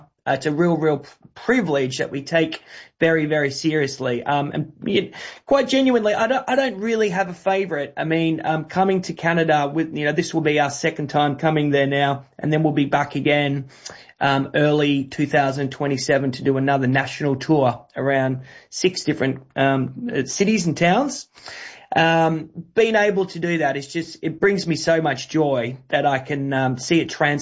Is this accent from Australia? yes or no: yes; Australia; now in London, United Kingdom; So my business partner, you can hear from my voice that I am Australian. Hopefully you picked that up. My business partner is from London, and I personally have been based in London now for nearly 15 years.